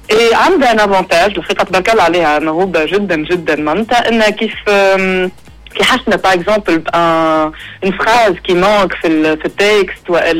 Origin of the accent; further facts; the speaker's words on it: Tunisia; accent: Tunisian; ولهجتنا خاطر ياسر نحبها ونطلع نهبط نحكي بالتونسي انا ونعبر بالتونسي دونك بالنسبه ليا اسهل لهجه نجم نحكي بها على حاجات صادقه هو لهجتي